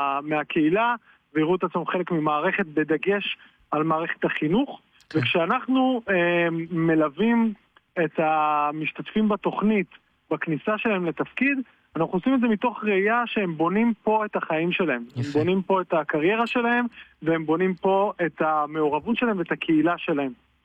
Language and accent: Hebrew; Haifa, Haifa District, Israel; אני מחיפה, אני מקיבוץ המחנכים בחיפה